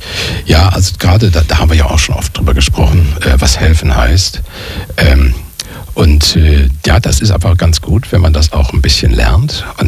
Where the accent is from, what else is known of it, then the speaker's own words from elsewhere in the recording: Wuppertal, North Rhine-Westphalia, Germany; Also ich erinnere mich noch, ich komme aus Wuppertal und da gab es dieses Elberfelder System